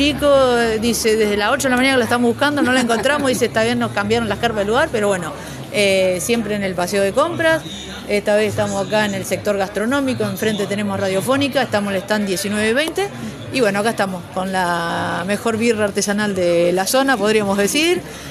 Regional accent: Chabás, Santa Fe, Argentina; estamos acá cerca, somos de Chabás

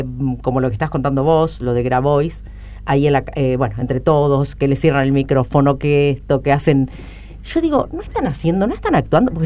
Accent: Argentina

